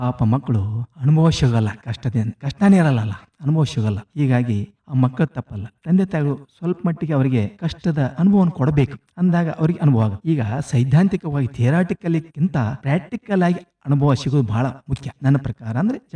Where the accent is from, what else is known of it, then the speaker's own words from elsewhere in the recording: Handigud, Karnataka, India; also born or lived in Borgal, Hukkeri taluk; ಬಾಲ್ಯ ಅಲ್ಲಿಯೂ ಆಗಿದೆ, ನಮ್ಮ ಊರು ಆದಂತ ಹಂದಿಗುಡದಲ್ಲಿ ಆಗಿದೆ, ಹುಕ್ಕೇರಿ ತಾಲೂಕು.